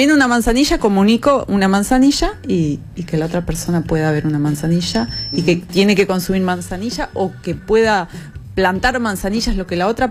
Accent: La Pampa, Argentina; moved away as an adult; now in Buenos Aires, Argentina; yo soy pampeana.

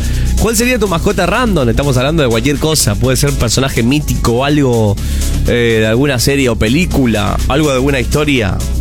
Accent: Cañada Rosquín, Santa Fe, Argentina; de Cañada Rosquina. Acá en la panadería

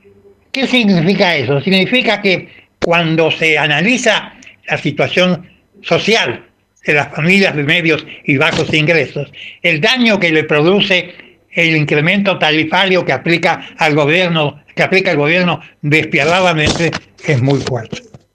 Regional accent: Santa Fe, Argentina; mi provincia natal, Santa Fe

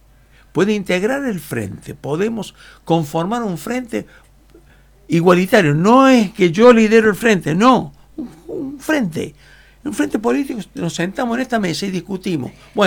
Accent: San Luis, Argentina; Y yo amo a mi patria, a la Argentina. Y amo a mi patria chica, que es San Luis.

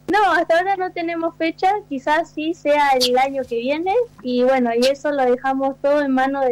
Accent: Villa Regina, Río Negro, Argentina; Yo soy, sí, de Villa Regina, Río Negro

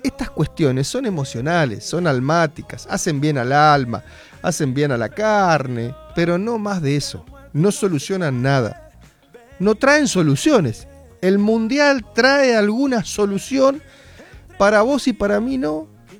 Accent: Argentina; No pasa nada con que veas el partido. Somos argentinos.

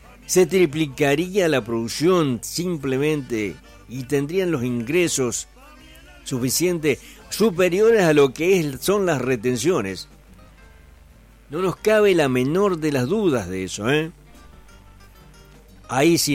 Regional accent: Argentina; todos somos argentinos y todos vivimos bajo el mismo manto de la celeste y blanca

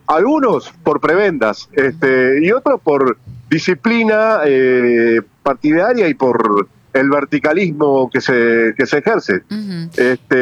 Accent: Entre Ríos, Argentina; los que somos trabajadores del Estado provincial

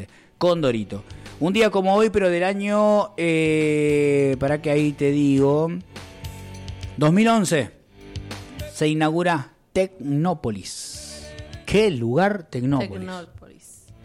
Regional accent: Argentina; Y creo que somos tan argentinos nosotros

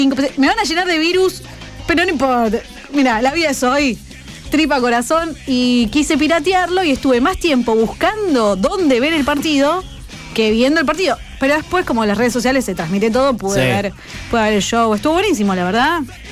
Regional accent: Rosario, Santa Fe, Argentina; Yo soy acá, además soy recontra de Leprosa, de Newell's

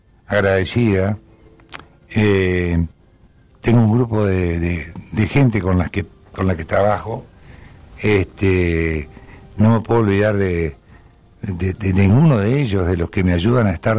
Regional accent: Gualeguay, Entre Ríos, Argentina; born there; also born or lived in Mogoyá; now in Villaguay, Argentina; Para quienes no lo sepan, yo soy nacido en Gualeguay, pero no hay nada que me una hoy a Gualeguay

